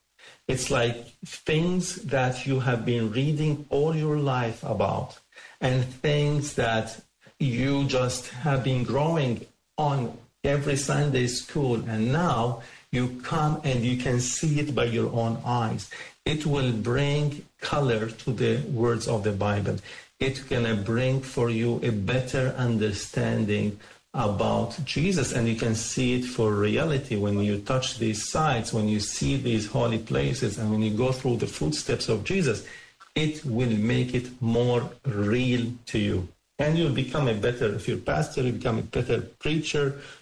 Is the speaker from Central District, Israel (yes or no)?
no; Jerusalem, Jerusalem District, Israel; Because I am from Jerusalem. The Via Dolorosa is my playground.